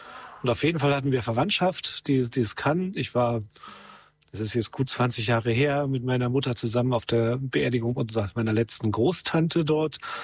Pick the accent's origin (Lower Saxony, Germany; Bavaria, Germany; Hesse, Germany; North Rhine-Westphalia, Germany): Lower Saxony, Germany; Braunschweig; ich bin aufgewachsen in Braunschweig, also südliches Niedersachsen, da wo das Land gerade noch flach ist, bevor dann, man sieht schon die Berge am Horizont.